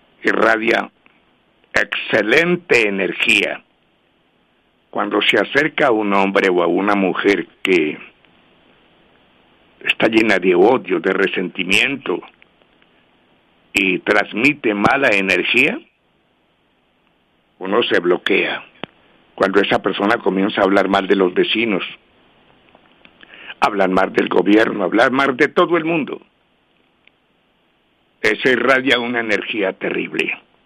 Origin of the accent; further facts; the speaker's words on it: Caribbean Region, Colombia; Soy el costeño número 500, para que no vaya a nombrarme, que es un poquito delicado mi nombre.